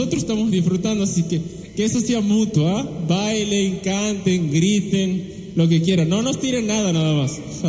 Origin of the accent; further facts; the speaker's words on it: Santiago del Estero, Argentina; somos una familia, somos de Santiago del Estero, Argentina.